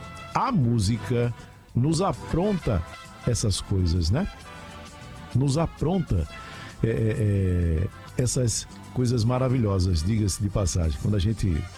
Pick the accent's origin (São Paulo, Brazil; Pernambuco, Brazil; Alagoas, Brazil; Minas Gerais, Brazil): Minas Gerais, Brazil; Ouro Preto; moved away as an adult; Saí de Ouro Preto só quando eu casei. E depois ainda voltei a morar lá. Hoje não mais. Mas ainda passei um tempo, voltei a morar.